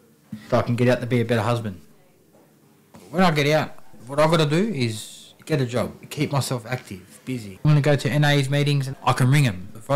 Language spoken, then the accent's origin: English; Penrith, New South Wales, Australia; I grew up in Penrith, Western Suburbs, so Sydney. 2000, I moved to Mount Druitt.